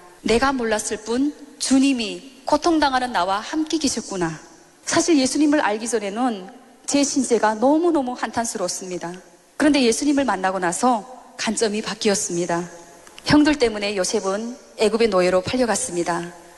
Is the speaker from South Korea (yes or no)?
no; North Korea; 저도 같은 탈북민이고 또 칼에 찔렸던 그 탈북민 브로커는 저희 부모 형제를 탈북시켰던 브로커였기 때문에 저하고의 관계가 아주 좋았습니다.